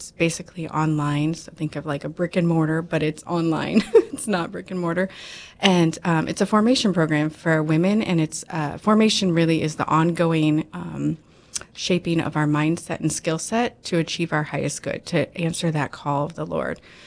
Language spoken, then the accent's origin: English; Illinois, United States; moved away as an adult; now in Fargo, United States; I am originally from Illinois, and then 6 years ago, my husband and I moved to Fargo.